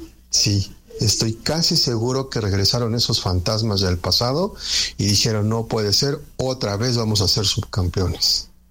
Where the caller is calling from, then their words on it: Mexico City, Mexico; soy de acá.